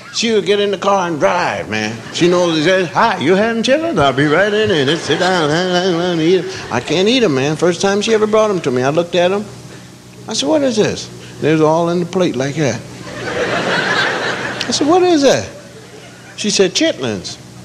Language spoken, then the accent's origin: English; Pennsylvania, United States; Now, I'm from Pennsylvania